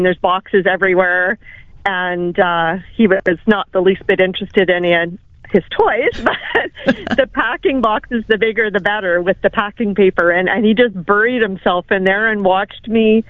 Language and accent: English; Winnipeg, Manitoba, Canada; also born or lived in Northwestern Ontario; now in Altona, Canada; Well, I'm originally from Winnipeg, and a little over 30 years ago, I moved to Northwestern Ontario for a year to try it.